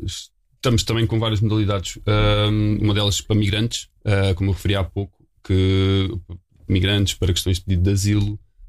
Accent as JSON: {"language": "Portuguese", "town": "Sintra", "region": "Lisbon", "country": "Portugal", "tie": "born or raised there", "said": "eu sou cá de Sintra, desde sempre nasci aqui, cresci aqui, andei na escola aqui"}